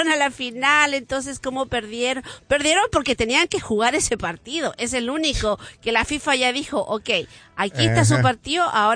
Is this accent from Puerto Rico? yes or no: no; Chile; moved away; pude visitar mi linda tierra, mi querido Chile